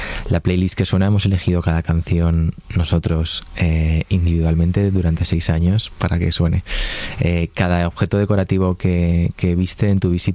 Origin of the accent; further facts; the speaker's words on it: Valencian Community, Spain; Me gusta hacer paellas, los domingos hago paellas como buen valenciano en casa